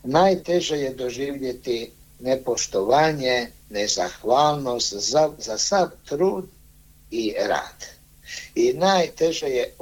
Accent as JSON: {"language": "Croatian", "town": "Pula", "region": "Istria County", "country": "Croatia", "tie": "born or raised there", "said": "Ja sam rođen u Puli 1959. u ribarskoj obitelji. Stanovali smo u Prvomajskoj na početku kod Zlatnih vrata, a zatim na Stoji i poslije na Velom vrhu."}